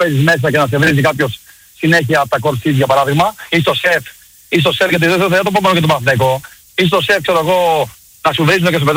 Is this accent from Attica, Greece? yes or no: yes; Peristeri, Attica, Greece; Δεν έχουμε μιλήσει ποτέ μαζί, εγώ είμαι από το Περιστέρι, Ολυμπιακός.